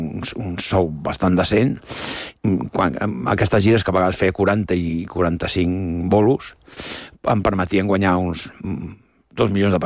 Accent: Barcelona, Catalonia, Spain; born there; jo que sóc nascut a Hostafrancs

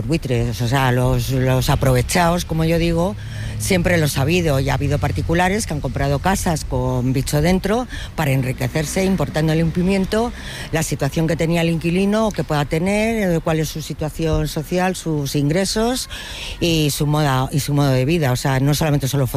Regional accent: Madrid, Community of Madrid, Spain; yo no provengo de este barrio, vengo de un barrio de Pueblo Nuevo, al lado de, en Ciudad Lineal, que es un barrio normal y corriente

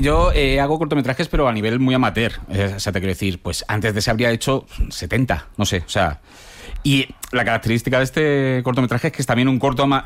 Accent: Alcorcón, Community of Madrid, Spain; yo soy rapero. O sea, yo me crié en Alcorcón

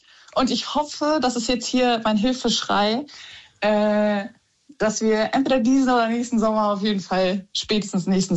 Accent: North Rhine-Westphalia, Germany; Also ich komme aus NRW und er aus Rheinland-Pfalz.

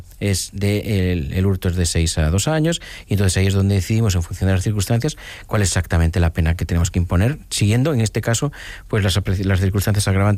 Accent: Galicia, Spain; Yo soy gallego, aquí cualquier anciana de mi pueblo te dice enseguida lo que tienes según lo que haces.

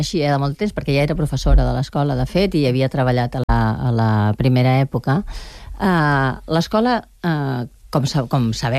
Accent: Barcelona, Catalonia, Spain; jo sóc de Nou Barris

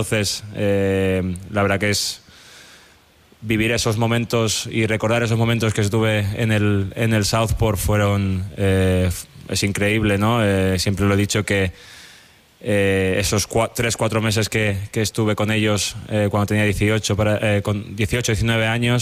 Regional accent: Spain; now in United Kingdom; yo siempre me siento español, siempre he querido representar a España y nunca me había planteado poder representar a Inglaterra porque no lo sentiría, no me sentiría un extraño. Entonces, por muchos años que lleve yo en Inglaterra, yo siempre me he sentido español

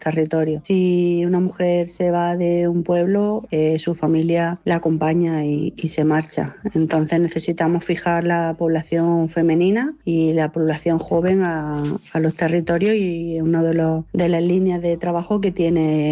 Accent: Granada, Andalusia, Spain; moved away as an adult; now in Sierra de las Nieves, Spain; Yo nací en Granada. Allí estudié la licenciatura de Pedagogía y Relaciones Intergeneracionales.

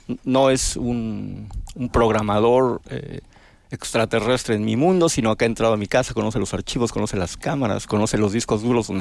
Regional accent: Mexico City, Mexico; born there; moved away as an adult; now in Oaxaca, Mexico; Nací en Ciudad de México, pero vivo en Oaxaca desde el 94, del siglo pasado.

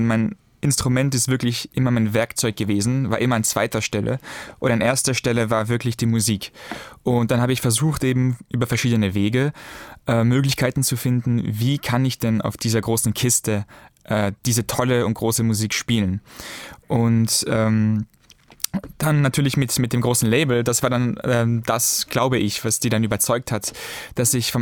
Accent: Vienna, Austria; Der Grund ist, ich bin in Wien geboren und in Wien aufgewachsen. Meine Familie lebt aber in Frankreich.

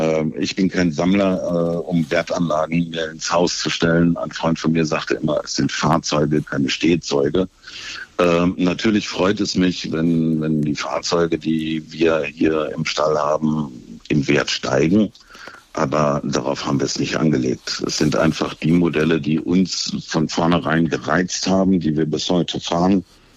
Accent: North Rhine-Westphalia, Germany; Als Jugendlicher hatte man bei uns im Ruhrgebiet nicht viele Möglichkeiten, außer mit dem Fahrrad oder den Öffentlichen zu fahren.

